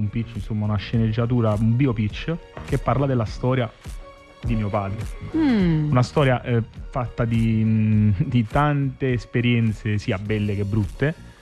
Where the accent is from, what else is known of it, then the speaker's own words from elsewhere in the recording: Naples, Campania, Italy; noi siamo di Napoli, mio padre era di Napoli, e quindi Napoli è sempre stato il punto di partenza.